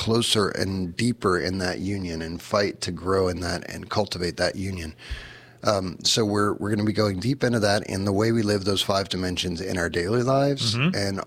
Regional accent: Louisiana, United States; now in Mexico; I'm from Louisiana.

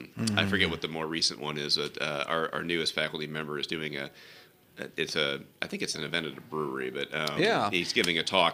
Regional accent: Detroit, Michigan, United States; moved away; I grew up in the Detroit area

